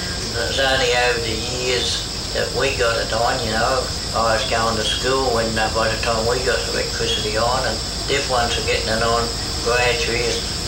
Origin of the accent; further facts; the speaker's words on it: New South Wales, Australia; to 30 William Street, where I stayed the rest of my life. I've never got out of William Street. I was born in Killarney Private Hospital, and that's 20 William Street.